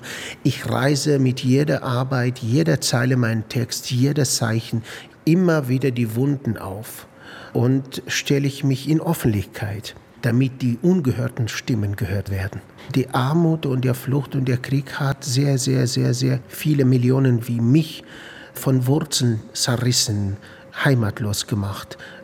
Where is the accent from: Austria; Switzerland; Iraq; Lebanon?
Iraq; Kurdistan Region; born or raised there; German is a second language; moved away as an adult; now in Munich, Germany